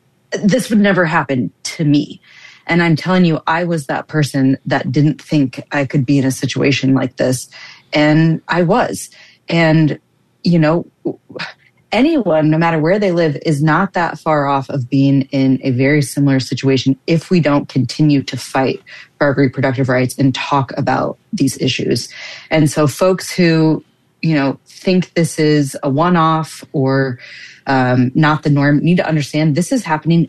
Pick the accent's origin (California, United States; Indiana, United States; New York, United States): Indiana, United States; Fort Wayne; now in Austin, United States; I do live in Texas, but I do just want to shout out, I grew up in Indiana, so fellow Midwesterner up in here.